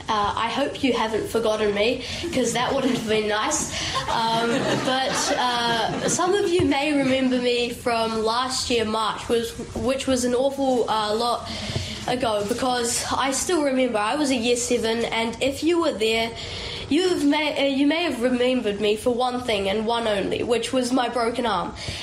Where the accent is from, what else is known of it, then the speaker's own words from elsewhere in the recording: New Zealand; also born or lived in Nepal; I am a Nepalese Kiwi. I was born in Nepal and I was raised here in New Zealand. So both of these countries are my homeland, and I feel really proud for that.